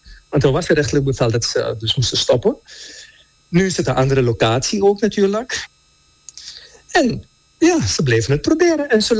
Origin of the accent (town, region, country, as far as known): Suriname